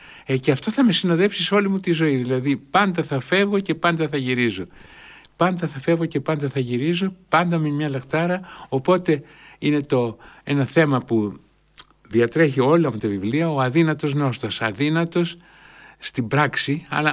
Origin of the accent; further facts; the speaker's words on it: Greece; Το να είμαι Έλληνας έρχεται μετά.